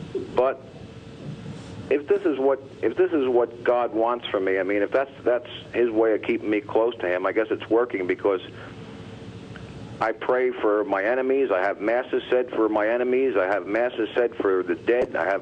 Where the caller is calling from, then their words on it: Garwood, New Jersey, United States; I'm from Garwood, New Jersey.